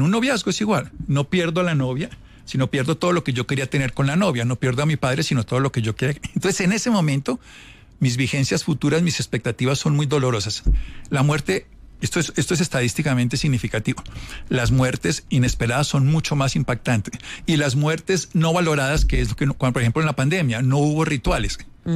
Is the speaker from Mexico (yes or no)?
no; Armero, Tolima, Colombia; Yo soy de Armero, Tolima, 25.000 personas murieron hace 40 años.